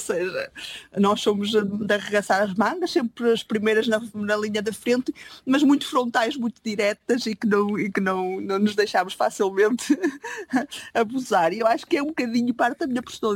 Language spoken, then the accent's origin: Portuguese; Viana do Castelo, Norte, Portugal; now in United Kingdom; como minhota faço questão de ir, os meus filhos adoram ir, e a gente está lá, passa lá tempo com os meus pais, com a minha irmã